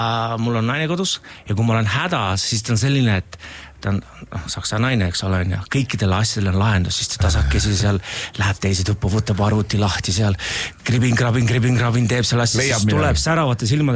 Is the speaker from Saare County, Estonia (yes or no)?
no; Kilingi-Nõmme, Pärnu County, Estonia; moved away; also born or lived in London; mina sündisin Kiling Nõmmes. Tihemetsa meil hästi lähedal